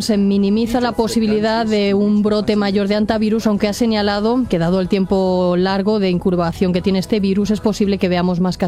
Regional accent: Spain

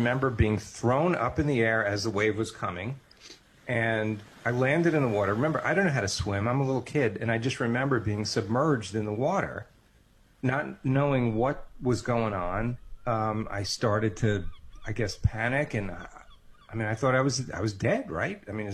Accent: Coney Island, New York, United States; I grew up in Coney Island, so, during the summers, we would literally walk to the beach with my parents

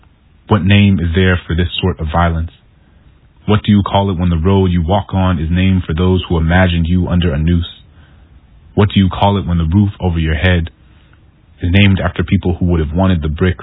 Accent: New Orleans, Louisiana, United States; born or raised there

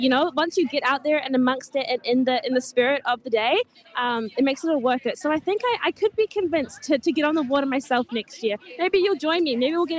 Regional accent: Wellington, New Zealand; I'm from Wellington, which is, some lists say, the most windy city in the whole world. So I'm used to plenty of wind.

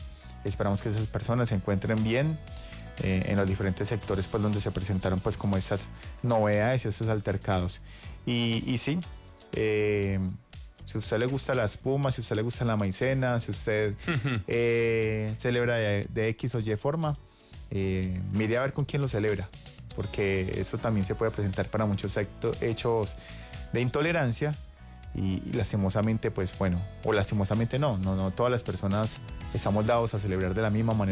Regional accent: Colombia; nos reúne como colombianos.

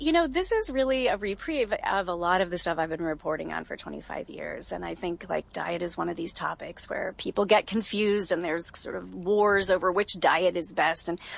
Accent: Kentucky, United States; born or raised there

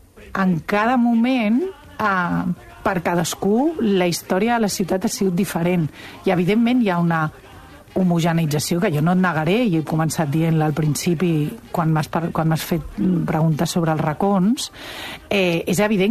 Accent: Barcelona, Catalonia, Spain; Sí, nosaltres som de Barcelona ciutat.

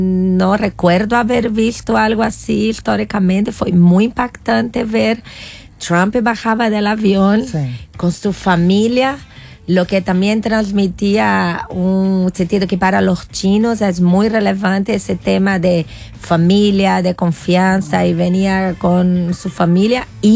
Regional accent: Recife, Pernambuco, Brazil; now in Chile

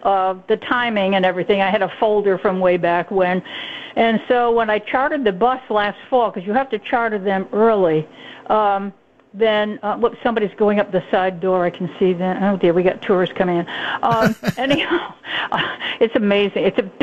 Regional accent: Westerly, Rhode Island, United States; now in Warwick, United States; I'm down here at the Westerly Armory today. I do live in Warwick, I was born and raised in Westerly, so I'm down here.

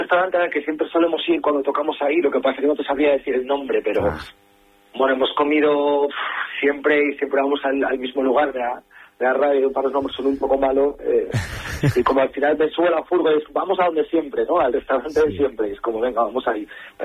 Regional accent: Asturias, Spain; al final somos asturianos

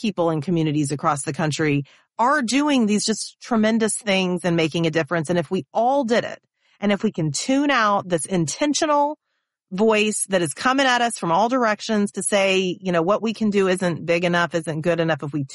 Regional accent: Texas, United States; I grew up in Texas and I spent a lot of time in small towns in Texas. These are not the most progressive places in America.

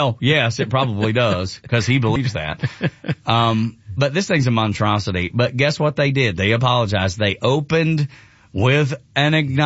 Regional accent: Georgia, United States; I grew up in Northwest Georgia, not far from Red Clay and not far from New Echota

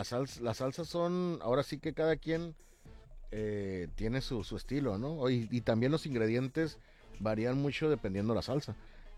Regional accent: Mexico; Yo creo que la salsa nos da la identidad como mexicanos.

